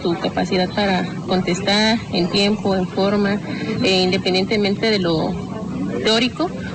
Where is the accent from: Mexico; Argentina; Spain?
Mexico; Oaxaca de Juárez, Oaxaca; Soy originaria de Oaxaca, Oaxaca de Juárez